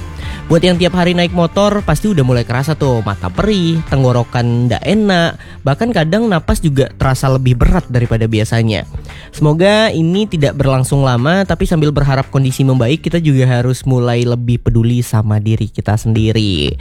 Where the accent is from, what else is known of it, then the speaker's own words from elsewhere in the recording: West Kalimantan, Indonesia; Sebagai warga Kalimantan Barat